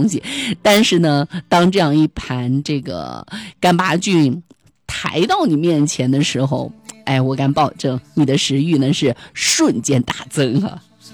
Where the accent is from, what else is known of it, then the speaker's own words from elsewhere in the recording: Yuxi, Yunnan, China; 当然也是咱们云南人啊，咱们玉溪人家这个餐桌上的当之无愧的一个下饭神器哈